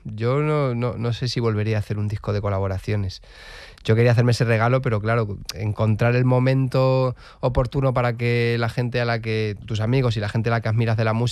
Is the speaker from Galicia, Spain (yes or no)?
no; Rivas-Vaciamadrid, Community of Madrid, Spain; amigos míos de Rivas, de mi pueblo